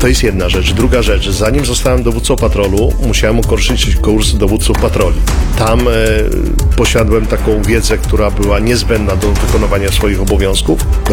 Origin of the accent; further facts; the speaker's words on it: eastern Poland, Poland; now in Wrocław, Poland; Ewentualnie praca fizyczna gdzieś na jakichś tam, prawda, rubieżach wschodnich, skąd pochodzę.